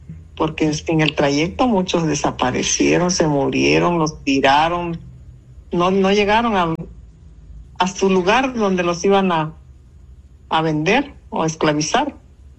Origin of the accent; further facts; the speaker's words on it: Pinotepa Nacional, Oaxaca, Mexico; yo estudié en la ciudad de Pinotepa, yo vivo en el Cerro, no me casé para acá, pero yo de niña estudié ahí en Pino.